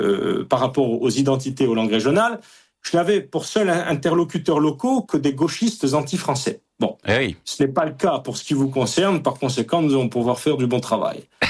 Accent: La Trinité-sur-Mer, Brittany, France

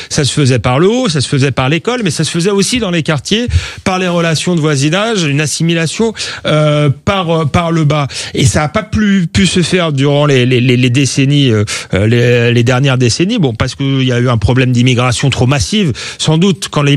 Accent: Épinay-sur-Seine, Île-de-France, France; je suis pas d'un milieu pauvre, mais en tout cas d'un milieu modeste. J'ai grandi en banlieue, à Épinay-sur-Seine. Mes parents étaient petits commerçants.

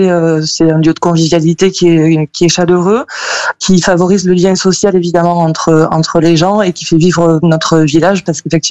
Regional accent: France; moved away as an adult; Oui, je suis native de Vaillourle, j'ai grandi ici. Alors après, j'ai travaillé ailleurs, mais je suis revenue aux sources.

